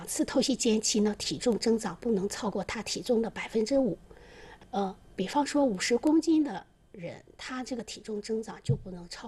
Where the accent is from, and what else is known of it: Dalian, Liaoning, China